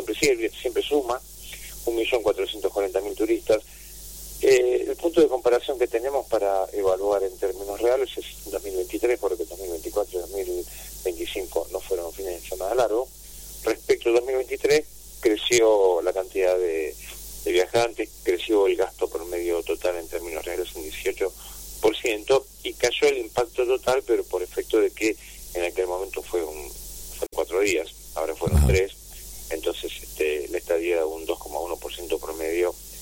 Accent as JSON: {"language": "Spanish", "town": "Moreno", "region": "Buenos Aires Province", "country": "Argentina"}